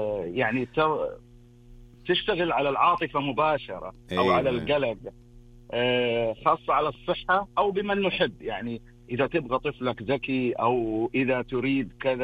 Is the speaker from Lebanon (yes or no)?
yes; Lebanon; أنا لبناني.